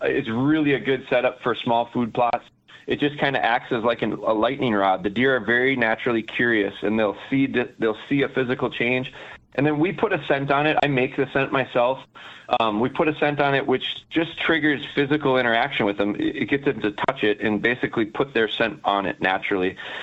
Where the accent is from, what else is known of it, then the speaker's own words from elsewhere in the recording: Rhinelander, Wisconsin, United States; I'm from Rhinelander originally.